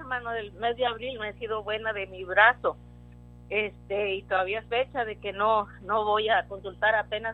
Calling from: Mission, Texas, United States; De aquí, de Misión, hermano.

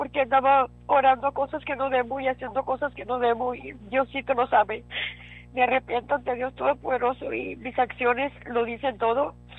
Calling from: Raymondville, Texas, United States; De Raymondville

